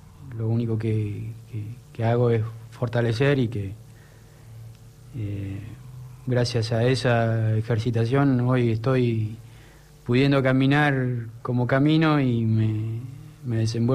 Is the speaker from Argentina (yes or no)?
yes; Trelew, Chubut, Argentina; Yo soy nacido y criado en Trelew.